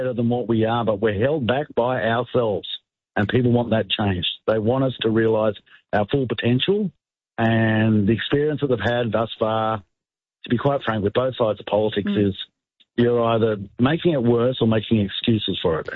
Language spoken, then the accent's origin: English; Australia; I've never felt unsafe as an Australian politician, and I love that.